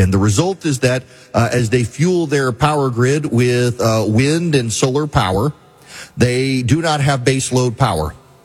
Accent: Dubai, United Arab Emirates; now in United States; I grew up in Dubai.

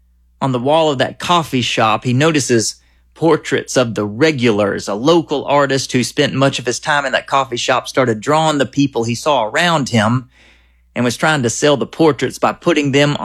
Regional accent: Georgia, United States; In college, I took a trip to New York City. There, I told a man that I was from Georgia, and he responded, "I know."

